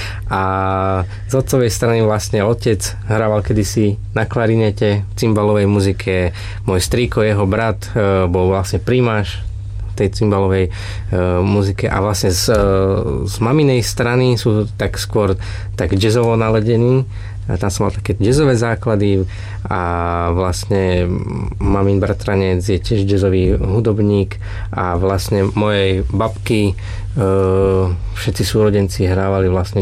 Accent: Trnava, Trnava Region, Slovakia; Ja som sa narodil v Trnave, odtiaľ aj pochádzam z Trnavy a vlastne pochádzam z hudobnických rodín

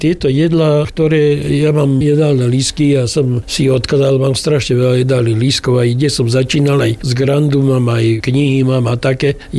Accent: Hybe, Žilina Region, Slovakia; pochádzam z Hyb

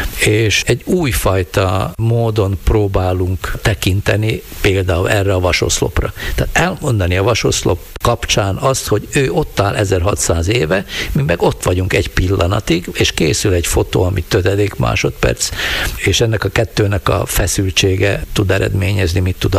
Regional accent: Kéménd, Nitra Region, Slovakia; moved away; bár nagyon régen nem élek Kéménden, de sok mindent, hát még a öcsém ott van mindig, sok minden köt Kéménthez, nyilván fog is, mert hát ott nőttem föl.

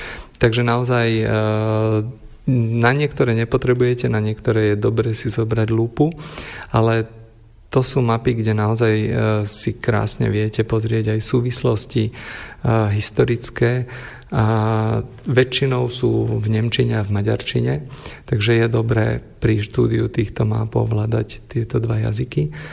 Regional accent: Bratislava, Bratislava Region, Slovakia; tak ja som originál z Bratislavy, pochádzam z Bratislavy

